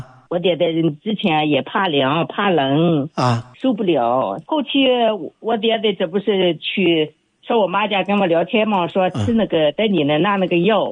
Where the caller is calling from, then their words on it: Ganyu, Jiangsu, China; 江苏赣榆的。